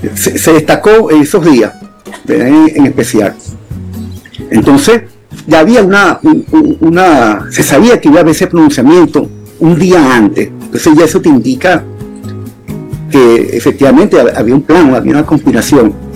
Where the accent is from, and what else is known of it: Venezuela